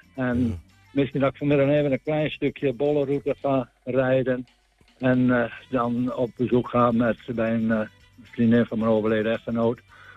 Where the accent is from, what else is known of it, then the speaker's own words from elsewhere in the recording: Friesland, Netherlands; moved away as an adult; also born or lived in Steenwijk / Huizen / Tilburg / Haarlemmermeer; now in Nieuw-Vennep, Netherlands; Ik ben Fries geboren in de Stellingwerven. En heb daar tot mijn 20ste gewoond.